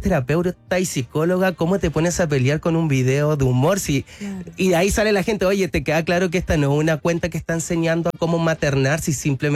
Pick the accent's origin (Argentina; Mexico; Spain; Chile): Chile; Curicó, Maule; somos de Curicó